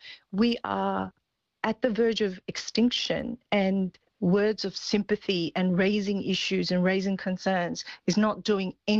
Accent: Australia; from my perspective as an Australian citizen, I think I will be prevented from travelling to certain regions across the world

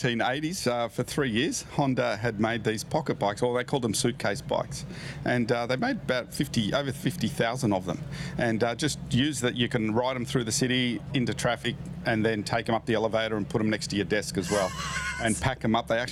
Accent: Cooma, New South Wales, Australia; We come from the Snowy Mountains, so part of the Cooma Car Club down there.

